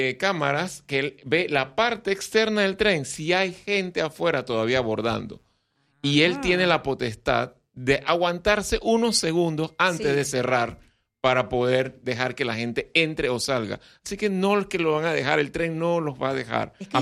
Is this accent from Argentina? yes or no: no; Panama; eso que somos, panameños, solidarios, buena gente.